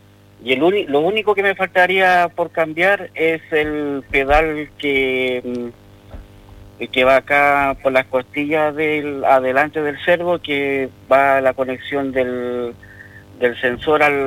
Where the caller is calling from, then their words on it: Pozo Almonte, Tarapacá, Chile; Porque yo soy de acá de José Almonte.